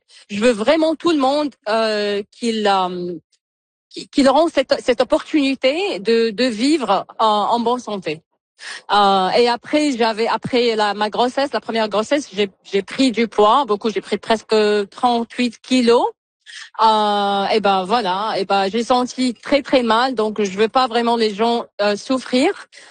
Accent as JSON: {"language": "French", "region": "New Brunswick", "country": "Canada", "said": "Je suis de Nouveau-Brunswick, je suis pas d'ici"}